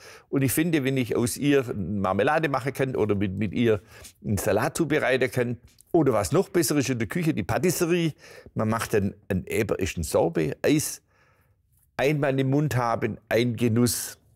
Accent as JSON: {"language": "German", "region": "Baden-Württemberg", "country": "Germany", "tie": "born there", "said": "ich bin in der Nähe geboren. Die Schwäbische Alb hat so viele dieser Flächen."}